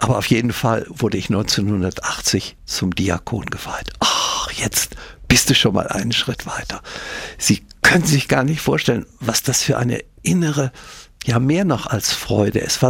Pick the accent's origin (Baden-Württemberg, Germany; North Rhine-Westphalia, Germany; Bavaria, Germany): North Rhine-Westphalia, Germany; Rheine; born or raised there